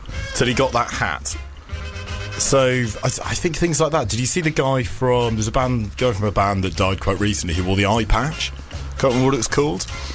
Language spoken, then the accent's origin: English; South East England, United Kingdom; We're from sort of all over the country. Al's from Leeds, Henry's from Cornwall, I'm sort of from Kent and things like that.